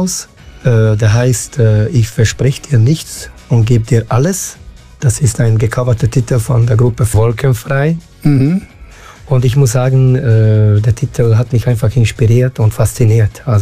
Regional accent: Austria; now in Seefeld, Austria; Ich komme aus Österreich, also in Seefeld wohne ich seit 24 Jahren

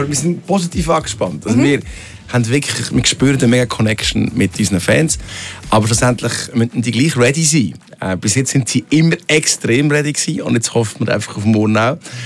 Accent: Aargau, Switzerland; Also wir sind ja auch im Seetal aufgewachsen.

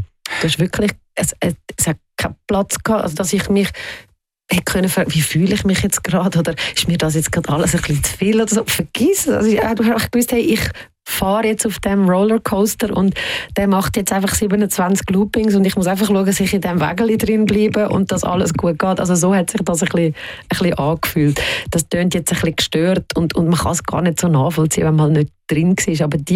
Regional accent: Switzerland; Auf der anderen Seite bin ich da in der Schweiz aufgewachsen und habe sehr behütete Kindheit gehabt. Ich bin ein Waldkind gewesen. Ich bin neben dem Wald aufgewachsen.

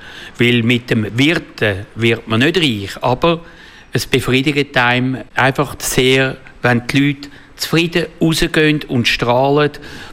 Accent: Switzerland; ich bin aufgewachsen in der Krone

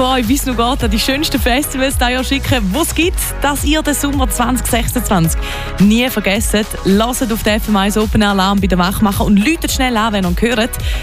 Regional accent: St. Gallen, Switzerland; Genau, Jazztag Liechtensteig, das ist ganz in der Nähe, wo ich herkomme. Das kleine, herzige Städtchen Liechtensteig.

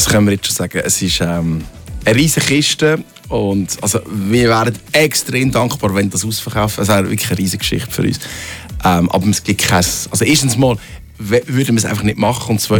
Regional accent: Switzerland; Also wir sind ja auch im Seetal aufgewachsen.

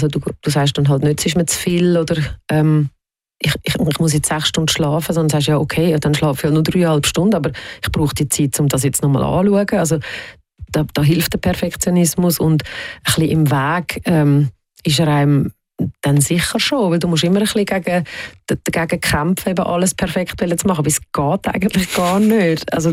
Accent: Zollikerberg, Zurich, Switzerland; Auf der anderen Seite bin ich hier in der Schweiz aufgewachsen und hatte sehr behütete Kindheit gehabt. Ich bin ein Waldkind gewesen. Ich bin neben dem Wald aufgewachsen.

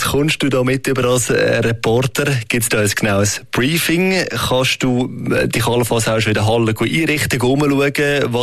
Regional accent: Switzerland; Und heute Abend eben der Auftakt in die Eishockey-WM, die bei uns in der Schweiz ist, Zürich und Freiburg.

